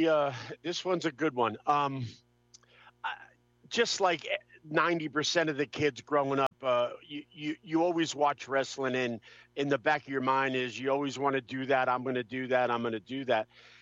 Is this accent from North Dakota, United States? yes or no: no; Ocean County, New Jersey, United States; Born and raised in New Jersey, Ocean County, New Jersey.